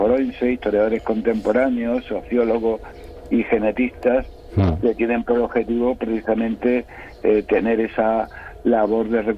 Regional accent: Melilla, Spain; yo soy una ciudad de Melilla que está junto a un medio volcánico que es el paralelo del vulcanismo de Cabo de Gata

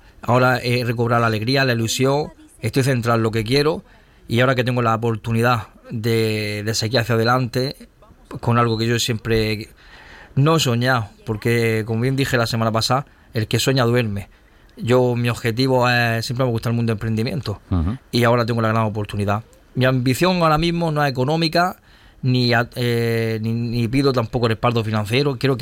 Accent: Gádor, Andalusia, Spain; soy el primer almeriense en crear una serie infantil.

